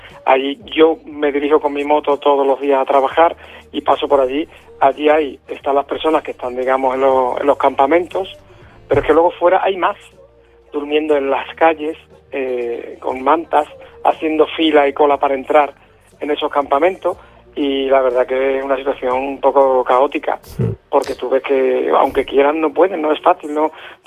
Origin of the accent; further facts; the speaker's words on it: Almendralejo, Extremadura, Spain; born there; also born or lived in Badalona, Catalonia; now in Ceuta, Spain; yo soy extremeño. Yo realmente nací en Cataluña hace 53 años, pero a los 9 puse el huevo, como dicen, en Extremadura, y yo soy de Almendralejo. Yo de Cataluña lo que tengo es el DNI, nada más, que pone que nací en Badalona. Pero yo soy de Almendralejo de toda la vida